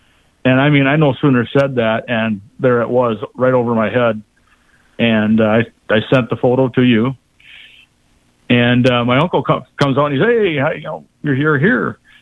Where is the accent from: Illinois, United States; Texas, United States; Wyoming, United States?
Illinois, United States; Rockford; I'm from Rockford, Illinois, and I've still got family there.